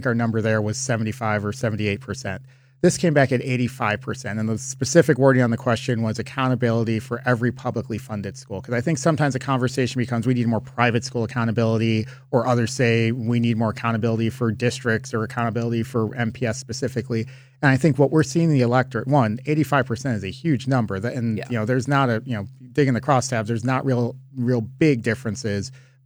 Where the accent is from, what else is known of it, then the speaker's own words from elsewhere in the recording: Milwaukee, Wisconsin, United States; I'm a kid from Sherman Park. I grew up not too far away from, I still remember County Stadium before they built the current one.